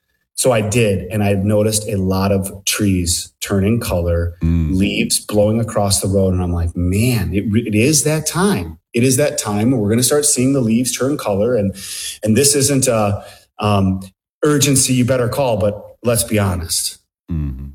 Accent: Baldwin, Wisconsin, United States; But I was back up in my hometown area of Baldwin, Woodville. If anybody knows where that is, it's northwestern Wisconsin, close to Hudson, only 30-ish miles from St. Paul.

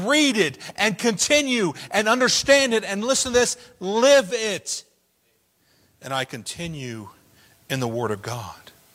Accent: United States

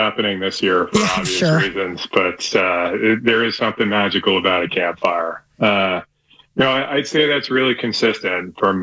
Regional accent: New England, United States; moved away; I grew up in New England

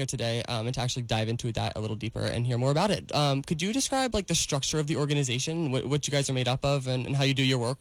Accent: Philadelphia, Pennsylvania, United States; now in Pittsburgh, United States; I'm from Philly

